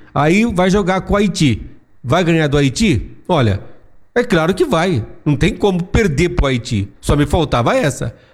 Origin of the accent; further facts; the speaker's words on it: Brazil